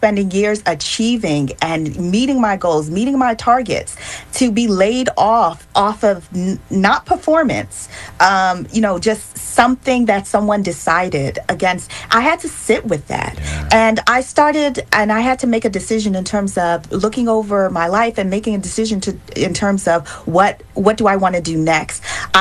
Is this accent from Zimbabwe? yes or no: no; Nigeria; now in United States; I'm also a Nigerian